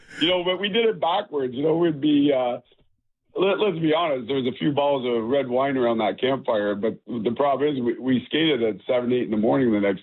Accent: Kingston, Ontario, Canada; growing up in Kingston, obviously halfway between Toronto and Montreal, a lot of Leaf fans, a lot of Habs fans.

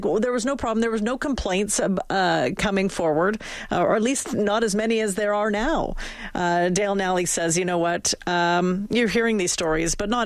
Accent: Saskatchewan, Canada; born there; I was born in Saskatchewan.

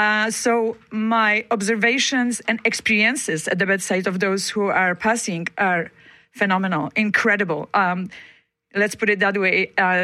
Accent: Poland; now in Manitoba, Canada; when I was a small child living and growing up in Poland

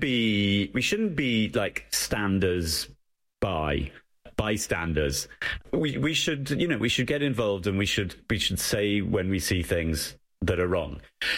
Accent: England, United Kingdom; Sorry, I'm English.

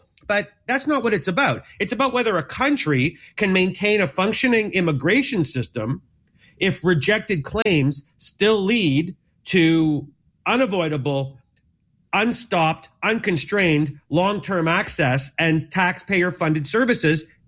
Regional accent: Toronto, Ontario, Canada; I was from Toronto.

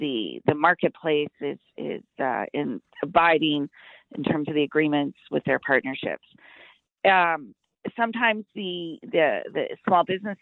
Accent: London, Ontario, Canada; I'm from London area, so there you go.

